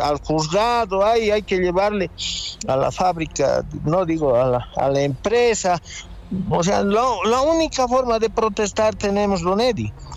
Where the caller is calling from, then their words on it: El Alto, La Paz, Bolivia; yo soy vecino del Alto